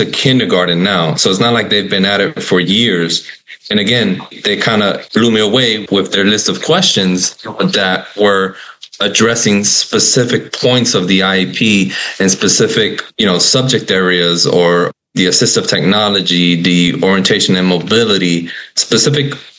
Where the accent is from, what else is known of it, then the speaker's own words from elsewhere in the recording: Florida, United States; because they're here from my home state of Florida